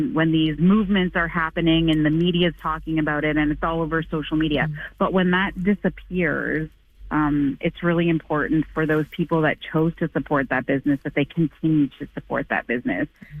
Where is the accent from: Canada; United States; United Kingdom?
Canada; We just do what we do as resilient Canadian small businesses.